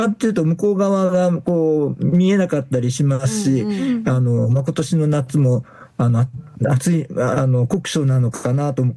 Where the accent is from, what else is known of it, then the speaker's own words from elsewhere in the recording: Nagasaki, Japan; 僕もあの出身長崎なんで坂がたくさんありますんで